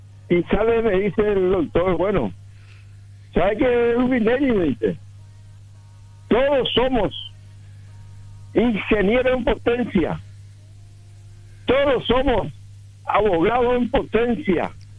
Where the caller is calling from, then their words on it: Alberti, Buenos Aires Province, Argentina; Oyente de Alberti.